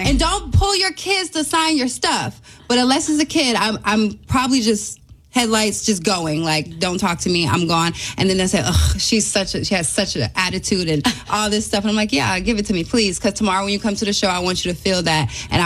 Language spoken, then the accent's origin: English; Vero Beach, Florida, United States; I'm from Vero Beach, Florida, and it's where the Dodgers used to spring train at.